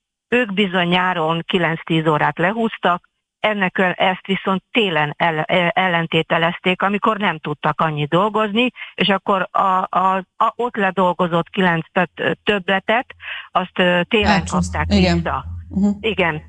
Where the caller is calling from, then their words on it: Budapest, Hungary; én elismerem pestiként